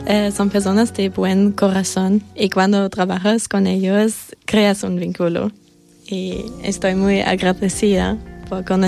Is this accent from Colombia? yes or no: no; Hamburg, Germany; Spanish is a second language; moved away as an adult; now in Spain; yo tengo 20 años y vivo aquí desde septiembre también. Y soy de Hamburgo, es en el norte de Alemania.